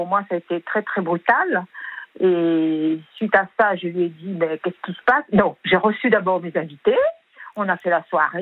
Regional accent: Switzerland; Je viens de Suisse

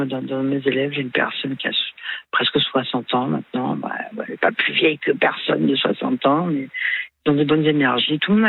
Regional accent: North, France; now in Nébian, France

